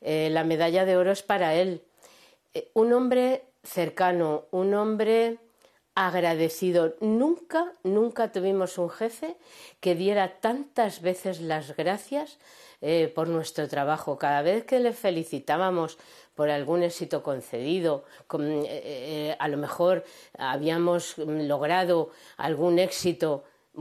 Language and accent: Spanish; Spain